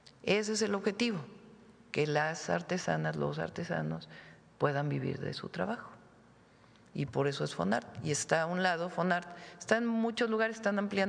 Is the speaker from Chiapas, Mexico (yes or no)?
no; Mexico City, Mexico